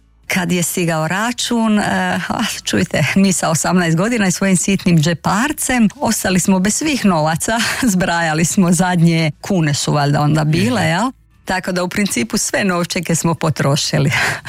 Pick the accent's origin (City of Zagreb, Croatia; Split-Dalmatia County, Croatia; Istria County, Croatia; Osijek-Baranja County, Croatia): Split-Dalmatia County, Croatia; Split